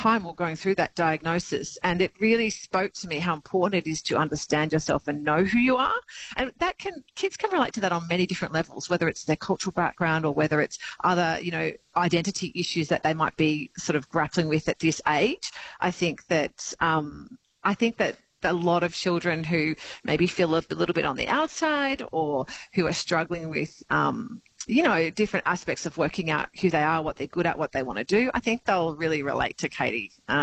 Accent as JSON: {"language": "English", "region": "New South Wales", "country": "Australia", "tie": "born or raised there", "said": "I grew up in the Riverina as a young person. I lived at Carrathall and Darlington Point. And we always had ABC local radio on."}